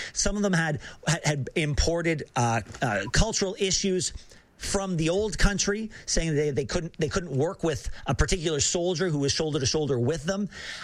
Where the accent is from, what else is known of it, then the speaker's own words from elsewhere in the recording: Canada; I wasn't surprised because I'm Canadian, but I was like, oh, at least the Americans are still dealing with this a little bit as well.